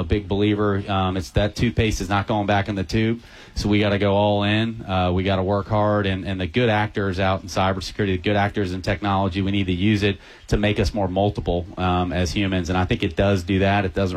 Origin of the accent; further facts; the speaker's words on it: Middleburg, Florida, United States; I grew up in Middleburg, Florida, and came over here.